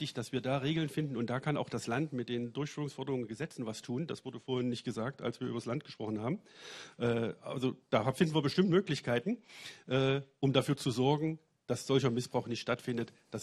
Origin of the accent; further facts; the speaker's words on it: Germany; ich bin das aus meiner Jugend in der DDR gewöhnt, in der jungen Gemeinde